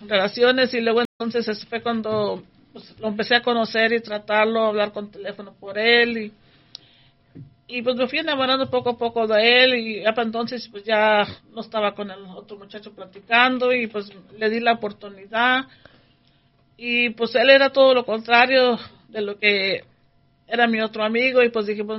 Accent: California, United States; y yo soy de aquí, de California.

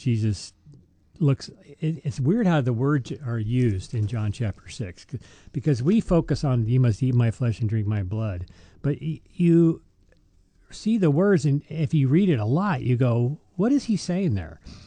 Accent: Birmingham, Alabama, United States; But when I was growing up in Mitch Pacwa's backyard, Birmingham.

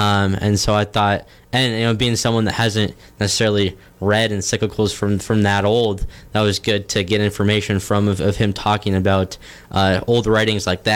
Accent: Billings, Montana, United States; born there; also from Billings, to Billings Central Catholic High School.

